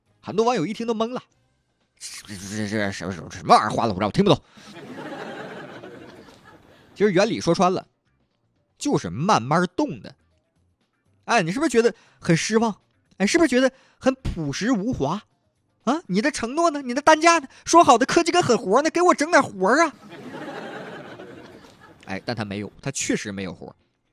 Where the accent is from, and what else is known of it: Northeast China, China; accent: Northeastern